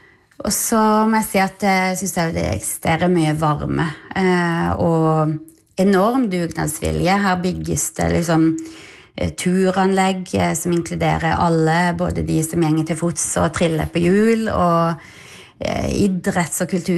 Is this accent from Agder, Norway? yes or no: yes; Vennesla, Agder, Norway; now in Notodden, Norway; Jeg fra Vennesla i Agder, så ja, men, jeg er fra et lidested da, som ligner ganske mye.